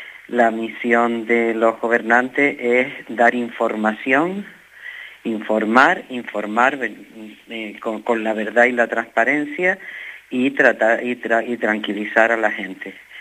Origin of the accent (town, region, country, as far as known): Canary Islands, Spain